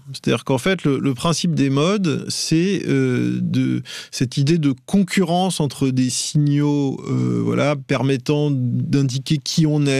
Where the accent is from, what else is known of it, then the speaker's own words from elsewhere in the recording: France; chez nous, en France